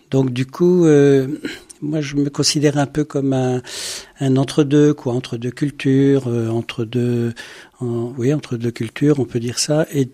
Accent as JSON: {"language": "French", "country": "France", "said": "c'est-à-dire on est français, gaulois, de génération en génération"}